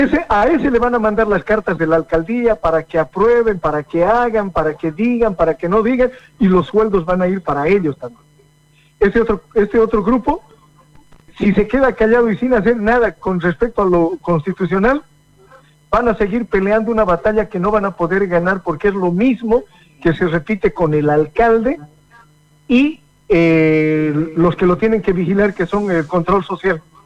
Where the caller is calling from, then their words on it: Montero, Santa Cruz, Bolivia; mi Bolivia por la ignorancia de los bolivianos nos estamos perdiendo. Mi Montero por la ignorancia del ciudadano también, Tomás, se está yendo al tacho